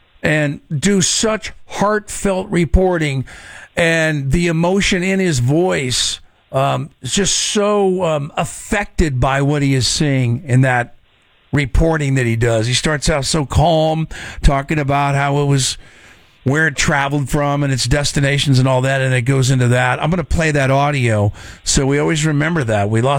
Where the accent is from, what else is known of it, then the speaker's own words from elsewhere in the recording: Elk Grove, California, United States; my hometown, Elk Grove.